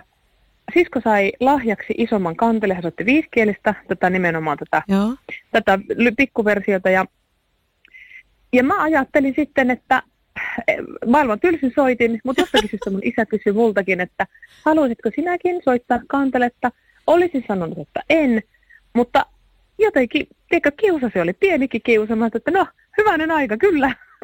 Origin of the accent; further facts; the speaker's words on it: Oulainen, North Ostrobothnia, Finland; mä oon Oulaisissa syntynyt ja kasvanut